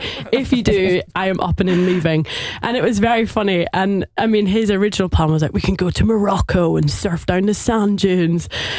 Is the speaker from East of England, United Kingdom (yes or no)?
no; Scotland, United Kingdom; See, I'm from Scotland. My wedding was in Scotland.